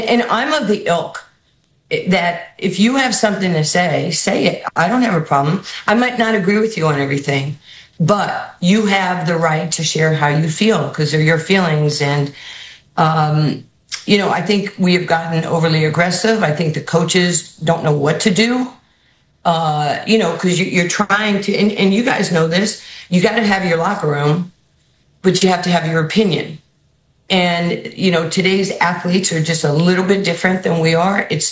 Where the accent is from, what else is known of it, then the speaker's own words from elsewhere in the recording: New York, United States; Look, I was a poor kid growing up in New York in the 60s and 70s.